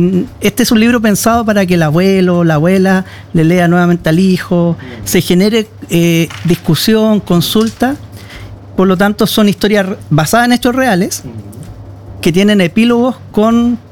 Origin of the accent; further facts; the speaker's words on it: Chile; nosotros como comunidad nacional, como chilenos